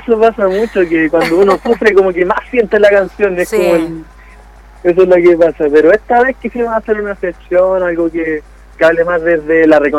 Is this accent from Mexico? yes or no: no; Paine, Santiago Metropolitan Region, Chile; Yo soy de Paine, la verdad.